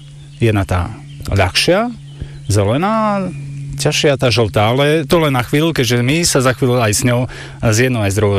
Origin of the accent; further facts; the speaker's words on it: Utekáč, Banská Bystrica Region, Slovakia; Som z Utekáča a som, áno, tvorca týchto chodníkov.